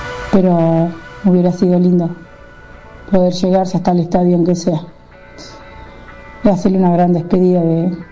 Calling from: Ayacucho, Buenos Aires Province, Argentina; soy … de Ayacucho.

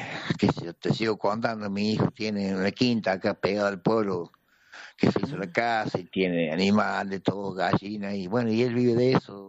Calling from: Córdoba, Argentina; yo soy de Colimba. Éramos 9 cordobeses

